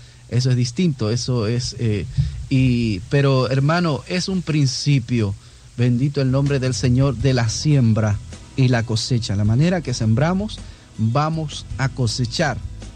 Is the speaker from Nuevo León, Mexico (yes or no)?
no; Chiapas, Mexico; moved away; Originalmente yo soy de México, en el estado de Chiapas, y todas las mañanas entraba una emisora, la BA, si no me recuerdo.